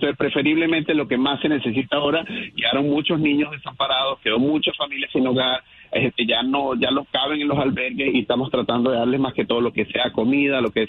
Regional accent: Venezuela

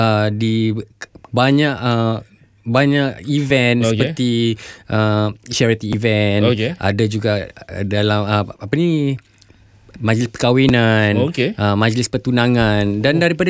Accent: Singapore; Okay, sebenarnya saya ni kalau nak ceritakan, saya ni berasal dari Singapore.

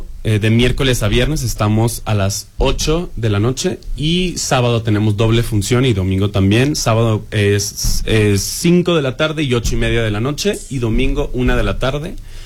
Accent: Mexico; nosotros como mexicanos

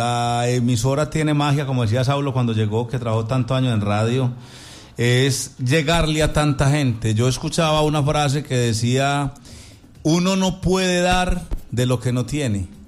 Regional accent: Colombia; Todos somos colombianos, tenemos que unirnos.

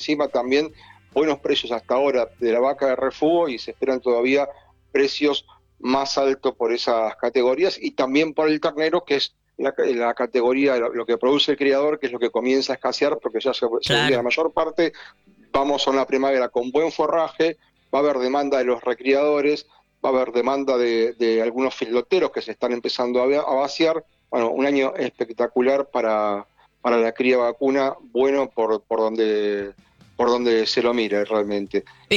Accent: Rosario, Santa Fe, Argentina; Yo soy santafesino, Caro, sí, probé el alfajor de santafesino. Soy mira. Rosarino, de hecho.

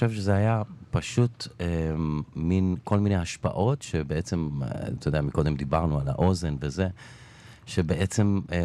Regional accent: Elon Moreh, Judea and Samaria, Israel; also born or lived in Bat Yam; גם אני נולדתי בבת ים, ואז עברנו מהר מאוד בגיל 5 ללון מורה שם, לפני שזה עוד היה אישיו להיות שם.

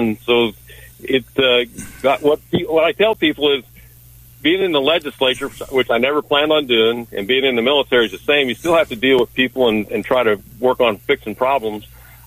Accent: Morrisonville, Illinois, United States; born there; I was born in Morrisonville

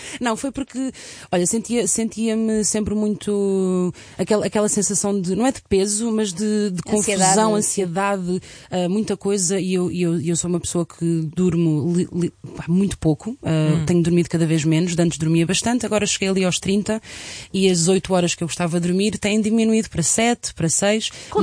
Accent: Centro, Portugal; Eu, quando cresci na minha aldeia, nas aldeias vizinhas, isto é. Eu sinto que isto é uma coisa muito da zona centro.

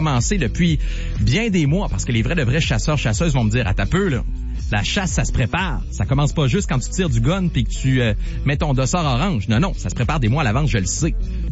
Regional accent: Quebec City, Quebec, Canada; now in Saguenay-Lac-Saint-Jean, Canada; Moi, je suis originaire de Québec

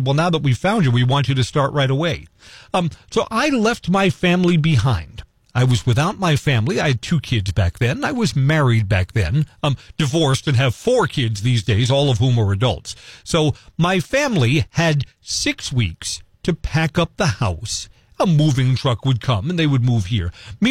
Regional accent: Fairfield, Connecticut, United States; born or raised there; also born or lived in Brooklyn

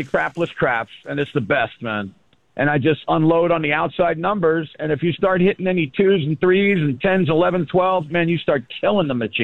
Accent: Oklahoma, United States; I'm from Oklahoma.

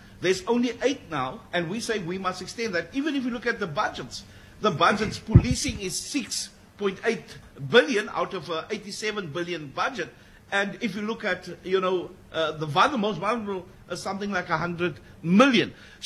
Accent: Cape Town, Western Cape, South Africa; my hometown, Bonthieville

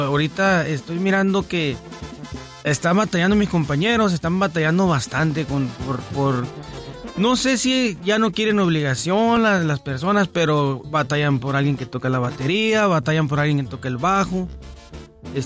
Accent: Nacozari de García, Sonora, Mexico; Yo soy de Nacozari, de García, Sonora. Soy sonorense, 100% sonorense. Ya tengo 41 años

